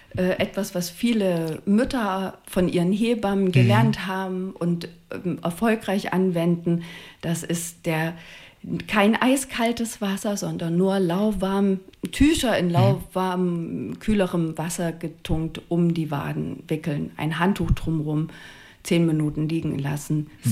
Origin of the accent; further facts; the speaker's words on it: Saxony, Germany; now in Ihlow, Germany; ich stamme nicht aus Ostfriesland, sondern aus dem Vogtland.